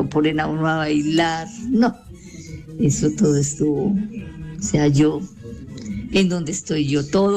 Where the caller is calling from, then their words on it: Dosquebradas, Risaralda, Colombia; vivo en Romelia.